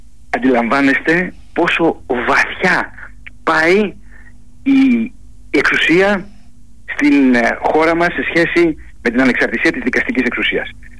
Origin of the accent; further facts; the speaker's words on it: Kefalonia, Ionian Islands, Greece; εγώ ως Κεφαλονίτης